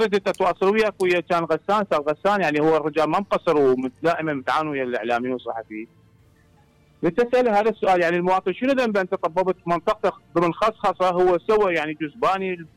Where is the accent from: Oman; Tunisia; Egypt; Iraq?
Iraq; احنا كعراقيين